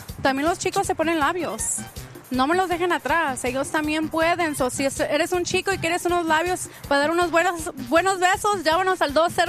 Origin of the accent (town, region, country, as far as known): Michoacán, Mexico; now in Modesto, United States